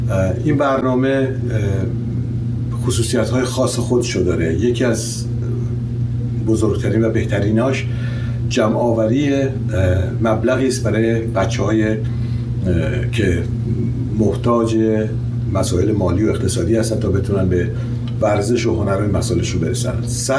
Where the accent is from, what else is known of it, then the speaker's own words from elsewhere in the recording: Iran; به عنوان یک ایرانی